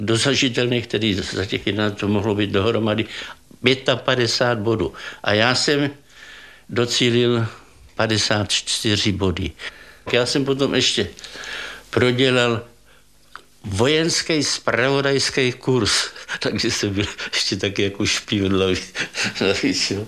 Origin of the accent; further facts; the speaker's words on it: Vysoké nad Jizerou, Liberec Region, Czechia; Moje rodačka Vysokého nad Jizerou, Aninka Zemánková, si vzala syna hostinského Jarolímka z Libně.